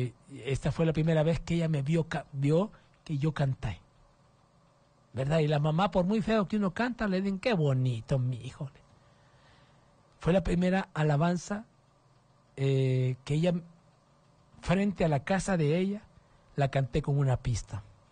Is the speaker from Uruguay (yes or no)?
no; Honduras; Para que vea que soy catracho.